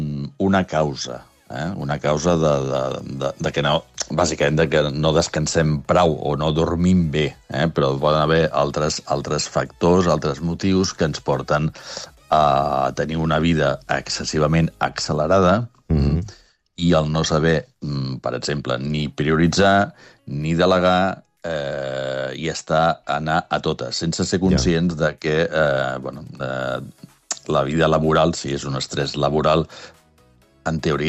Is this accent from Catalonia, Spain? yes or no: yes; Barcelona, Catalonia, Spain; jo soc barceloní, dic por, no dic por.